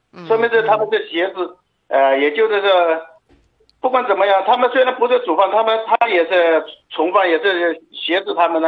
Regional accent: Jiangxi, China; now in Shanghai, China; 我们江西老家有这个风俗嘛

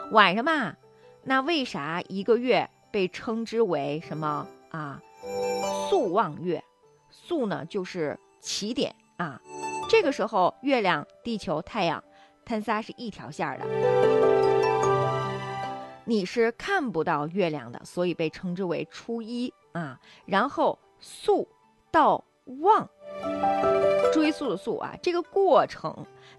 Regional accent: China

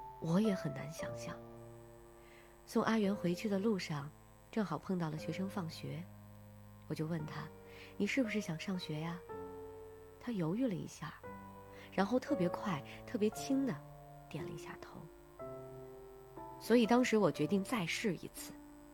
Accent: Northeast China, China; 我记得第一次上门援助的时候，那会儿刚入春，我们老家在东北， 屋外的温度还是零下十几度呢。

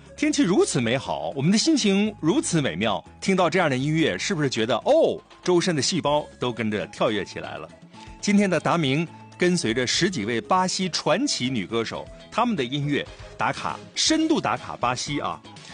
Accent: Dalian, Liaoning, China; 就光咱们大连话，咱大连语音，你说咱说庄河普兰店瓦房店咱和大连市内的口音不同，

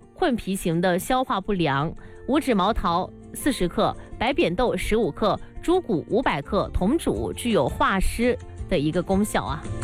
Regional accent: Guangdong, China; 我们广东人

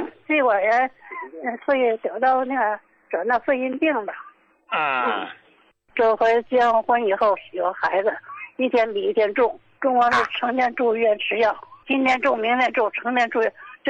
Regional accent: Qinhuangdao, Hebei, China; 我是秦皇岛的，我今年68了。

